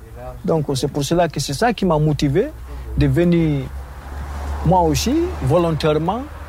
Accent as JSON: {"language": "French", "country": "Guinea", "said": "Je viens de Guinée-Conakry."}